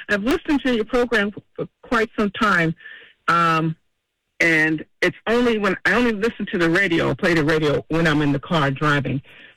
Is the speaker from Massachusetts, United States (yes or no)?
yes; Boston, Massachusetts, United States; I grew up all over Boston. Started out in Roxbury, then in South End, then over Huntington Avenue, Castlegate